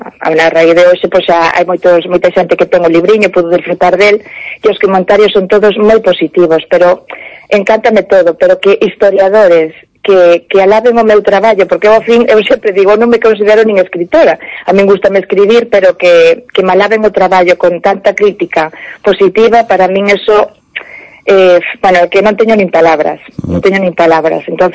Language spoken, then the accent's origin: Galician; Piñor, Galicia, Spain; de Barrán, de Piñor, que é donde son eu